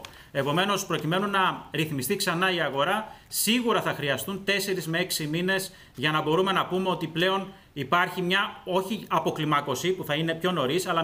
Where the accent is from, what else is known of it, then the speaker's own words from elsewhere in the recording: Athens, Attica, Greece; Εγώ είμαι παιδί της Αθήνας. Ζω, εργάζομαι, μεγάλωσα στην Αθήνα.